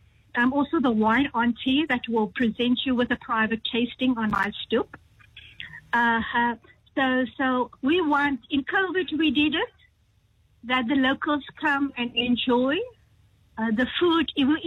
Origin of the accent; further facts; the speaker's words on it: Pinel, South Africa; Yes, so I'm born and bred in Pinel. I haven't put my foot outside of, let me say, South Africa.